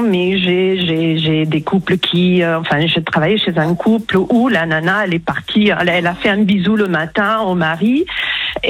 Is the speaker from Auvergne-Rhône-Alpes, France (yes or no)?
no; Toulouse, Occitanie, France; Alors je suis de Toulouse, au soleil.